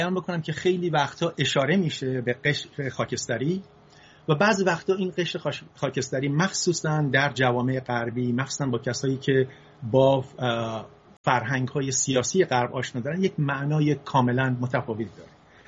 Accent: Isfahan, Iran; also born or lived in Fasa; من تو سال 1337 در شهر فاسا متولد شدم، یکی از شهرهای استان فارس. پدرم کارمند بانک بود و بعد از یکی دو سالم شد رفت تهران. یکی دو سال پدرم توی تهران بود و بعد اومد به اصفهان

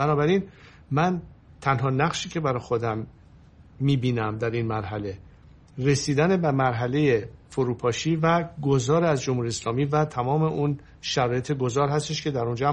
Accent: Iran; ایران منه

